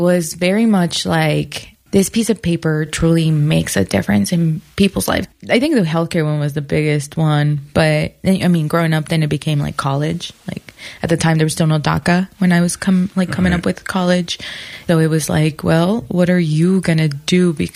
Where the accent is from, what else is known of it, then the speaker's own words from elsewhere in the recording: Aurora, Colorado, United States; I grew up on Colfax and Moline. So I grew up in Aurora, right? On Colfax. And we lived on Colfax in Jamaica when we first arrived. So we never moved out of like that area, essentially.